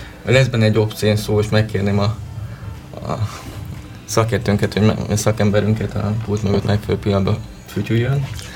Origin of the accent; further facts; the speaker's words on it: Bács-Kiskun, Hungary; Én például Bács-megyéből származom